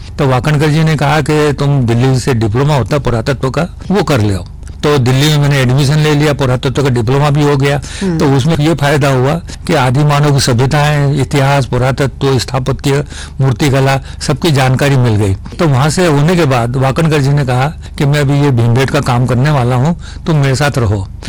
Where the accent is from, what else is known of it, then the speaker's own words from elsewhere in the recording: Ujjain, Madhya Pradesh, India; वो बचपन में उज्जैन में रहता था